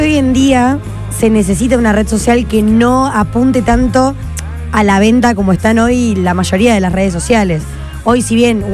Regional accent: Totoras, Santa Fe, Argentina; moved away

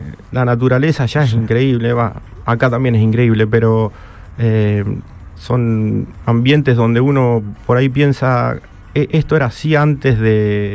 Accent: Salto Grande, Santa Fe, Argentina; now in Totoras, Argentina; Yo soy de Salto Grande y vivo en Totoras. Acá son pueblitos vecinos, sí, sí. A una hora más o menos.

